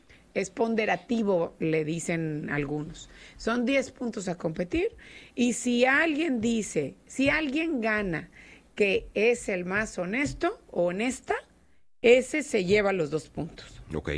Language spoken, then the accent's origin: Spanish; Nuevo León, Mexico; Nuevo León del que somos dignos los regios. ¿Por qué digo? Y los regios, alguien me dice, pues es que no, nomás los de Monterrey. No, pues todos nos decimos regios